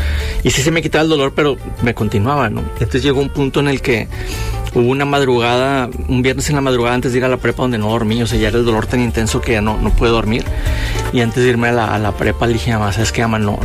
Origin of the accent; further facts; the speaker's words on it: Monterrey, Nuevo León, Mexico; un regio orgulloso de ser de aquí